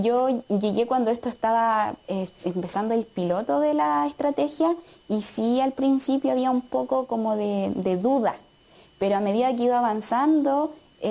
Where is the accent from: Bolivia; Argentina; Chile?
Chile; San Clemente, Maule; born or raised there